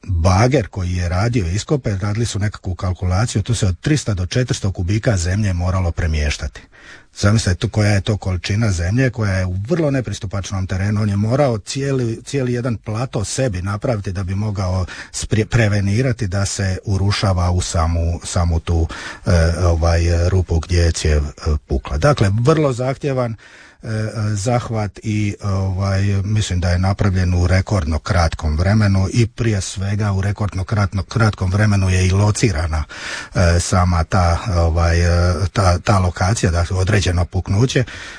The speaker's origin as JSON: {"language": "Croatian", "town": "Vrpolje", "region": "Brod-Posavina County", "country": "Croatia"}